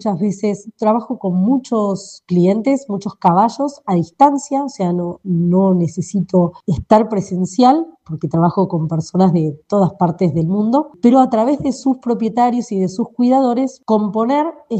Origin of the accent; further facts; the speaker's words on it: Argentina; now in Santa Fe, Argentina; soy de Argentina, viviendo en la provincia de Santa Fe, la ciudad de Santa Fe, precisamente